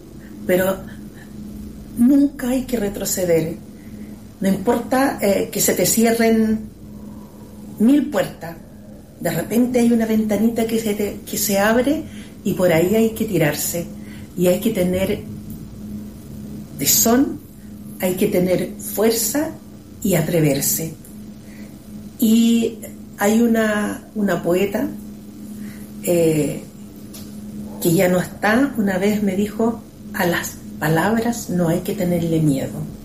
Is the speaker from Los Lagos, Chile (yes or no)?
yes; Los Lagos, Chile; also born or lived in Osorno, Chile; prácticamente nací allá, porque si bien es cierto nací en Osorno, pero me crié en este sector Huelinto porque nos llevaban ahí a la casa de nuestros abuelos, lugar de patos huala.